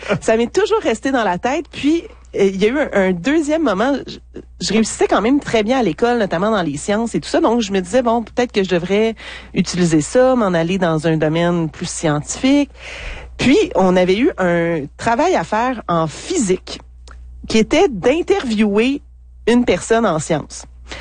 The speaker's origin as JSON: {"language": "French", "town": "Gatineau", "region": "Quebec", "country": "Canada", "tie": "born or raised there", "also_born_or_lived": "North Shore of Montreal, Quebec", "moved": "as an adult", "lives_now": "Abitibi-Témiscamingue, Canada", "said": "Moi, je suis née sur la rive nord de Montréal, mais j'ai grandi à Gatineau."}